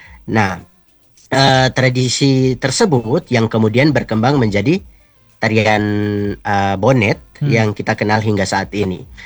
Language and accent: Indonesian; Amanuban, East Nusa Tenggara, Indonesia; karena saya ini orang Amanuban.